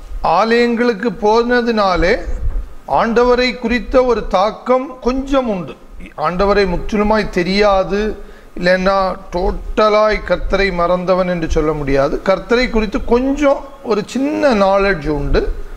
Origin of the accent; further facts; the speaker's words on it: Mangarai, Kanniyakumari district, Tamil Nadu, India; born there; moved away; also born or lived in Chennai; மாங்கரை கருங்கல் பகுதியில், கருங்கல்லேருந்து ஒரு 4 கிலோமீட்டரில் இருக்கிற மாங்கரை என்பது என்னுடைய சொந்த ஊர், என் அப்பாவுடைய ஊர். என்னுடைய அம்மாவுடைய சொந்த இடம் கண்ணன்னூர், வேர்க்கிளம்பி பக்கத்தில் இருக்கிறது.